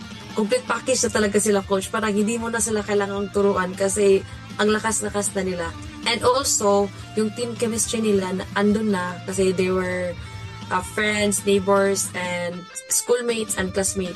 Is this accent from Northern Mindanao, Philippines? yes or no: yes; Quezon, Northern Mindanao, Philippines; born there; now in Malaybalay, Philippines; I'm from Quezon, Bukidnon, and currently residing here in Malaybalay City. My birthday is on October 29, 1994.